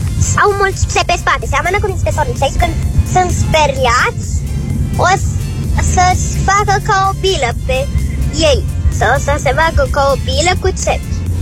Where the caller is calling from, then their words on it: Bucharest, Romania; din București, am 6 ani.